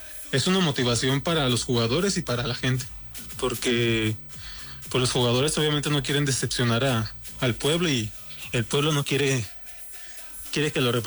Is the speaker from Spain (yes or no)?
no; León, Guanajuato, Mexico; Soy de León, Guanajuato.